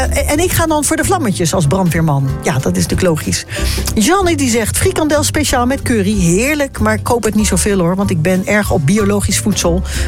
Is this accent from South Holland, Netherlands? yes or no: yes; The Hague, South Holland, Netherlands; now in Utrecht, Netherlands; Ik bestelde toen kwam ik net in Utrecht wonen. Ik kwam uit Den Haag en toen bestelde ik een spuitpatatje.